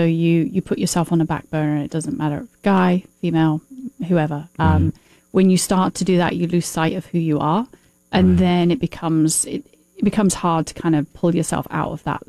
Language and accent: English; United Kingdom; I'm British.